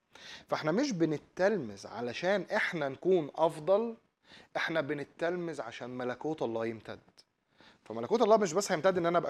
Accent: Egypt; بتكلم كمان اكتر عندنا في مصر

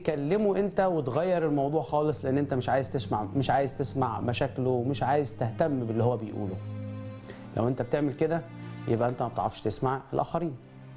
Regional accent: Alexandria, Alexandria Governorate, Egypt; وأنت عارف أنا لما رحت اسكندرية أساسا لأن أنا أصلا من اسكندرية.

